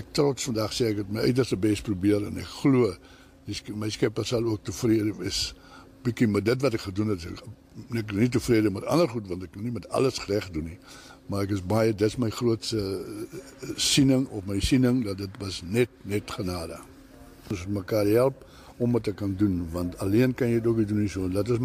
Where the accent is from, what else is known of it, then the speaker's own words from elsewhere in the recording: Namibia; ek is gebore in Namibië en groot geword, en een van vier seuns.